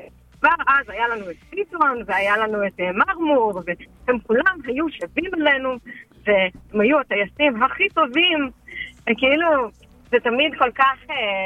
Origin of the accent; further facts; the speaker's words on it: Southern District, Israel; אנחנו קיבוצניקים מהנגב, זה רחוק לו.